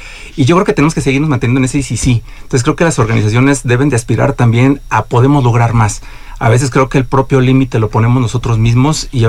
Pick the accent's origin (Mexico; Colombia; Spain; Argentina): Mexico; como mexicanos nos hemos castigado mucho